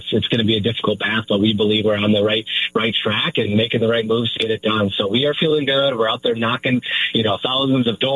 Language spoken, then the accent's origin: English; Rockford, Illinois, United States; I am from the Rockford area, so lived a little bit all over Winnebago County, but both my parents are from the west side of Rockford, working class people.